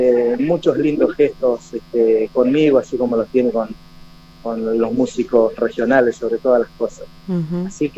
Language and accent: Spanish; Río Chico, Río Negro, Argentina; a toda la gente de Río Chico, de mi pueblo